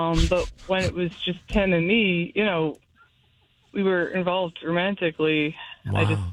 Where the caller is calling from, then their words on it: Newton, Massachusetts, United States; I'm from Newton. I'm a nice Jewish girl.